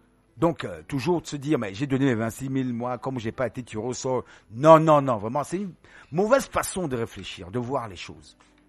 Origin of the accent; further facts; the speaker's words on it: Cameroon; C'est tout un problème chez nous en Afrique, au Cameroun.